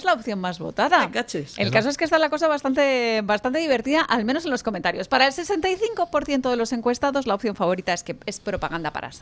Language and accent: Spanish; Spain; Creo que lo somos, los españoles somos muy buenos profesionales